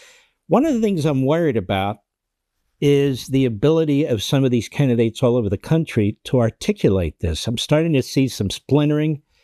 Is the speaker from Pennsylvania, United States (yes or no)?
yes; Pennsylvania, United States; Senator, you know, my home state, Pennsylvania and so forth, you're looking at the midterms.